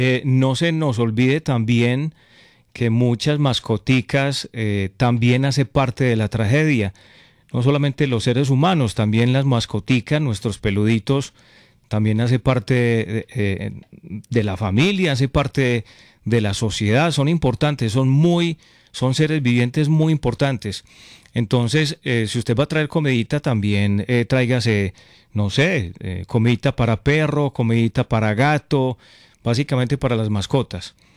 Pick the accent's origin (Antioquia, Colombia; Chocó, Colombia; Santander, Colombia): Antioquia, Colombia; Concordia; moved away; yo soy del pueblo, yo soy de Concordia.